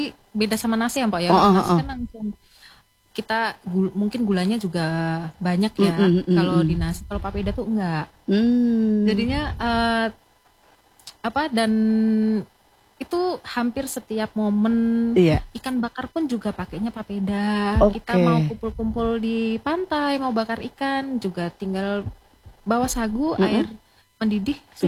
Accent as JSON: {"language": "Indonesian", "region": "Central Java", "country": "Indonesia", "moved": "yes", "lives_now": "Manokwari, Indonesia", "said": "Saya malah dari Jawa Tengah."}